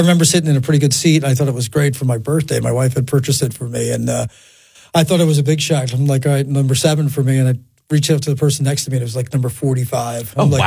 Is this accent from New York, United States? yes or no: yes; Long Island, New York, United States; I grew up on Long Island